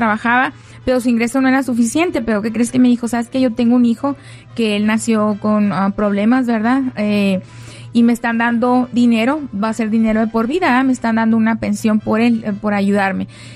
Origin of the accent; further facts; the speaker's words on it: Chihuahua, Mexico; Entonces yo vengo de Chihuahua. Yo estudié una carrera, yo soy ingeniero civil.